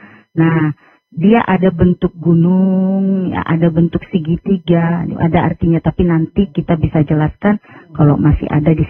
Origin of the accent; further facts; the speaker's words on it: North Sumatra, Indonesia; di orang kita Batak ya.